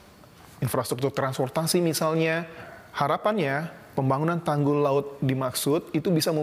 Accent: Jakarta, Indonesia; Saya tinggal di Jakarta, saya lahir di Jakarta, dan saya pasti ingin bagaimana menjadikan Jakarta menjadi kota yang layak huni dan berketahanan.

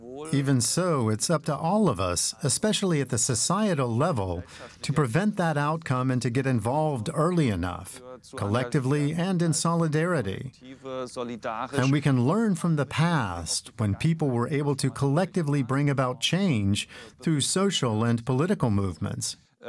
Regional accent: Haskovo, Haskovo Province, Bulgaria; Sofia, and this is my hometown of Haskovo.

